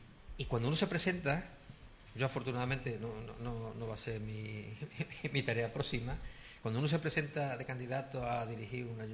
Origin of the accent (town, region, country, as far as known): Sanlúcar de Barrameda, Andalusia, Spain